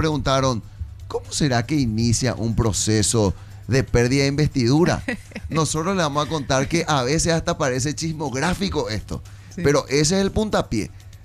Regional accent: Paraguay

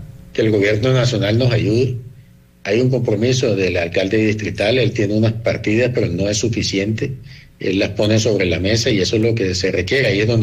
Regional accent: Santa Marta, Magdalena, Colombia; now in Bogotá, Colombia; Más samario que el morro, como decimos allá los samarios, en la ciudad de Santa Marta.

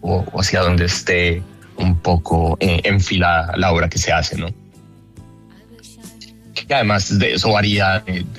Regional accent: Colombia; moved away as an adult; now in United States

